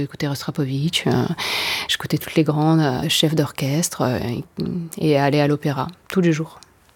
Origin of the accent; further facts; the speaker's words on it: France; accent: French; quand je parle allemand, j'ai un accent français, je ne comprends pas d'où ça sort.